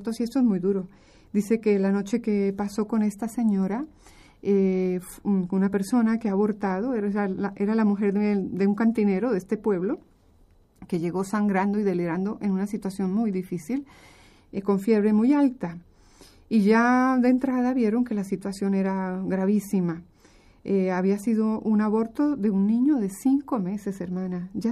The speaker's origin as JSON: {"language": "Spanish", "country": "Colombia", "moved": "yes", "said": "Vengo de Colombia, mi país de origen."}